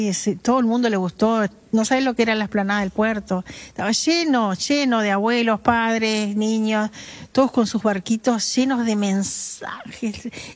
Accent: Salto, Uruguay; born there; Los dos nacimos en Salto.

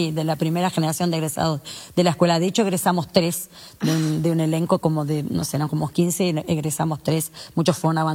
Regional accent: Punta del Este, Maldonado, Uruguay; also born or lived in Montevideo; Soy de Punta del Este.

